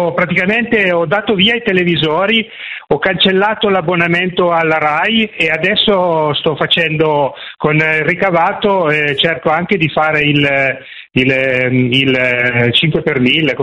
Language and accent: Italian; Piedmont, Italy; now in Turin, Italy; perché pensate che io sono originario del Monferrato, vi ascoltavo circa 40 anni fa sulla radio, si sentiva nel Monferrato